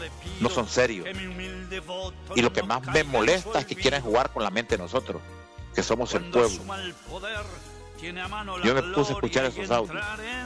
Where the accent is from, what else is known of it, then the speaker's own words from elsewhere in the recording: Honduras; Mire, Lesma, hay cosas que a mí me caen mal como hondureño, que usted me mienta.